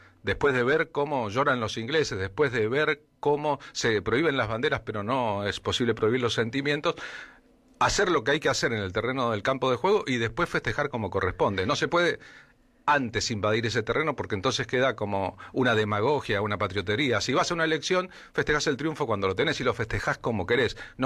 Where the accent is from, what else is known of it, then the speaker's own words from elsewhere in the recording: Mendoza, Argentina; yo porque soy mendocino